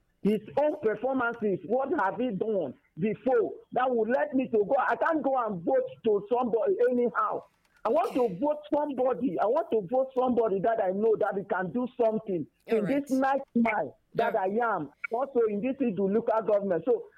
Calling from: Enugu State, Nigeria

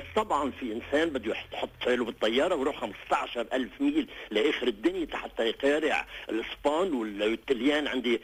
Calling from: Lebanon

